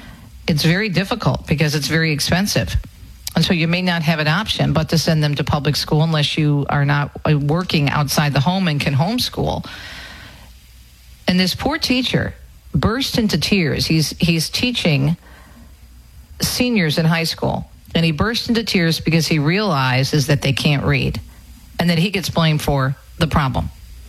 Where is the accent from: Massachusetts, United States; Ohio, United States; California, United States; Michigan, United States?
Michigan, United States; born there; in my home state, for Catholics here in Michigan